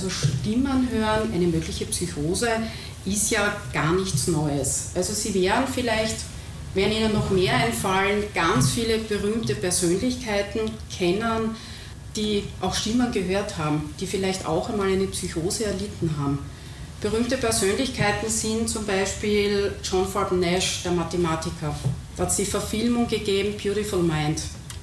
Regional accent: Graz, Styria, Austria; Also ich kann nur, ich komme aus Graz, bin heute mit dem Zug hergefahren

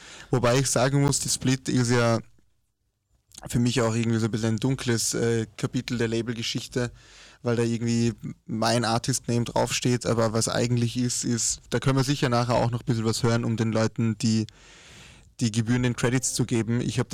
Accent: Vorarlberg, Austria; moved away as an adult; now in Vienna, Austria; ich habe Klarinette gelernt in Vorarlberg und habe da ewig im Orchester gespielt und in der Militärmusik dann auch über ein Jahr, bevor ich nach Wien gezogen bin.

